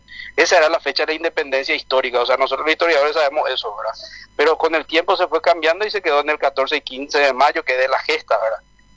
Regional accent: Paraguay; Nosotros como paraguayos

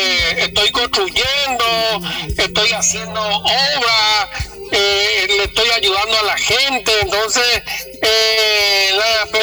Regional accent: Ciudad del Este, Alto Paraná, Paraguay; born there; Yo vine en Ciudad del Este bajo un árbol

